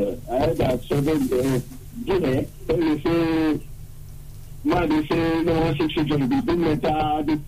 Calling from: Onitsha, Anambra, Nigeria; I'm actually from Onitsha.

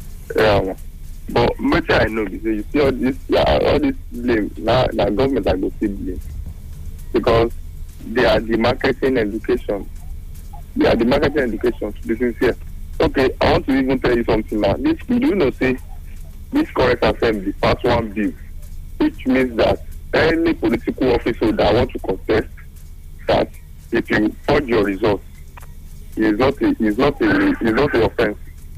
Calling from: Asaba, Delta, Nigeria; I'm calling from Asaba.

